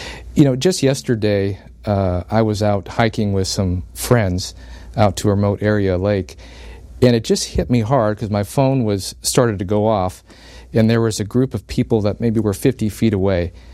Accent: United States; I said, I'm a former FBI agent. I said, we're Americans here.

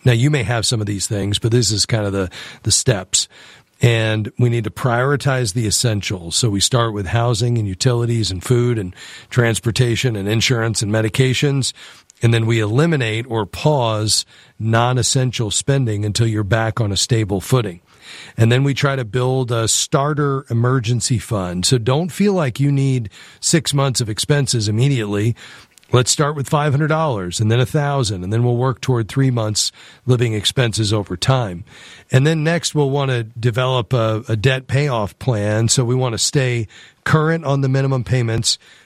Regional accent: Florida, United States; now in Atlanta, United States; Oh, I'm actually from originally South Florida. I'm currently in Atlanta is where I'm based out

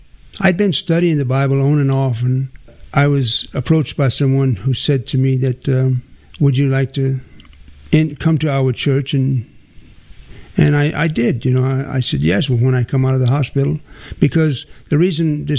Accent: Marksville, Louisiana, United States; born there; I was born in Marksville, Louisiana. It's a small community where I went to a Christian school.

